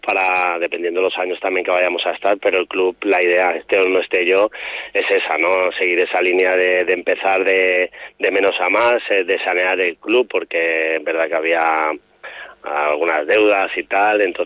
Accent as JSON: {"language": "Spanish", "town": "Calvià", "region": "Balearic Islands", "country": "Spain", "said": "somos del mismo barrio, somos de Sonferrer, de Calviá"}